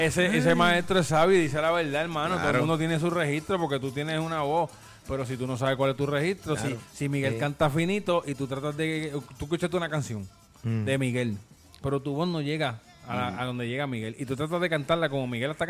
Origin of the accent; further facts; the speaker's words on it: Puerto Rico; No, el puertorriqueño no es diáspora en Estados Unidos.